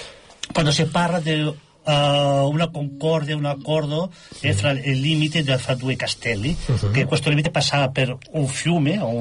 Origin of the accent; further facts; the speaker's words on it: Bonastre, Catalonia, Spain; il mio paesino